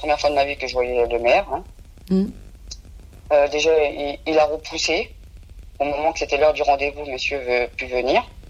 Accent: France

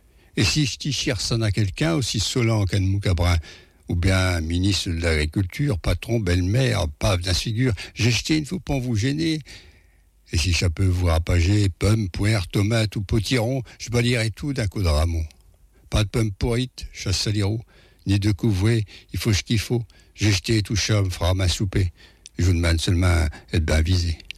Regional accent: Paris, Île-de-France, France

